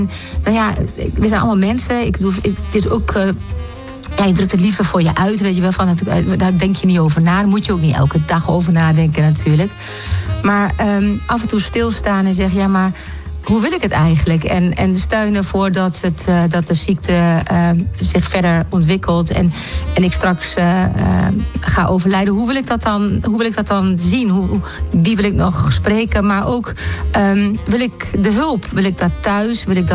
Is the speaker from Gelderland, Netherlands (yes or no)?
no; Westerhaar, Overijssel, Netherlands; born there; Ik ben zelf geboren in Westerhaar.